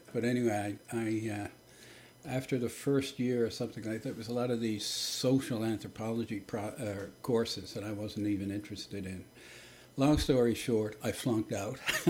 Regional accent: St. John's, Newfoundland and Labrador, Canada; I grew up on the west end of St. John's, just around Topsail Road.

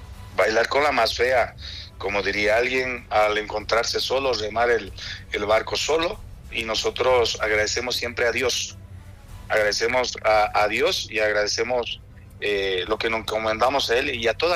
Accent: La Paz, Bolivia; Primero somos bolivianos. Primero somos bolivianos. Después somos paceños

